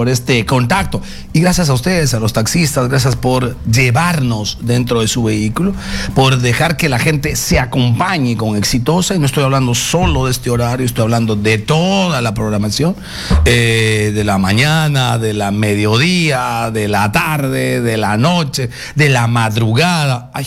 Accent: Peru; mes de la independencia, mes de nuestra celebración, mes de nuestro orgullo como peruanos, mes de la blanca y roja

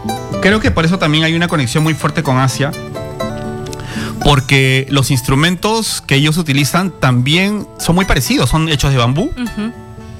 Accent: Arequipa, Peru; somos de Arequipa.

